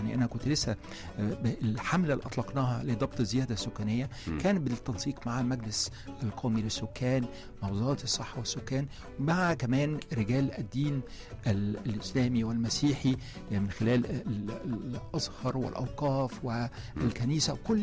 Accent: Egypt

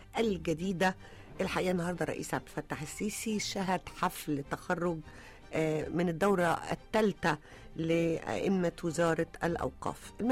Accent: Egypt; إحنا يعني كمصريين

